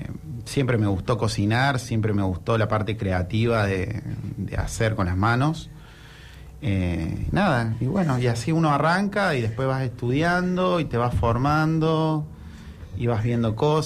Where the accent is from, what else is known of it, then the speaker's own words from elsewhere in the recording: Córdoba, Argentina; moved away; yo que vengo de Córdoba nunca lo había visto un mar